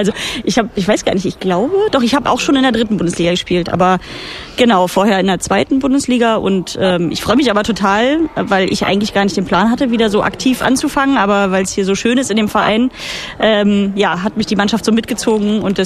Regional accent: Berlin-Brandenburg, Germany; wir kommen eigentlich alle aus Berlin-Brandenburg, aus der Region

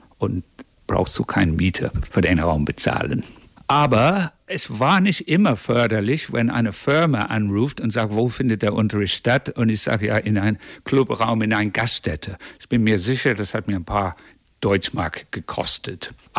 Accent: Bridgwater, South West England, United Kingdom; German is a second language; moved away as an adult; now in Germany; Es fängt an mit meiner Kindheit, wo ich geboren bin, in Bridgewater, kennt kein Mensch, ist in der Nähe vom Rosamunder Pilcher Country.

